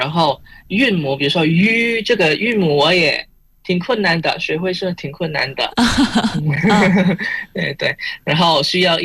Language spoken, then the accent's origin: Chinese; Pontianak, West Kalimantan, Indonesia; Chinese is a second language; 然后中文在我的家乡，在坤甸变得很流行，就是很多人开始学习中文了。